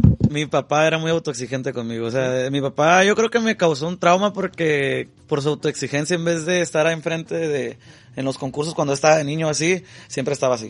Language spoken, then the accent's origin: Spanish; Sinaloa, Mexico; moved away; Yo soy de Sinaloa, pero me fui a Mexicali.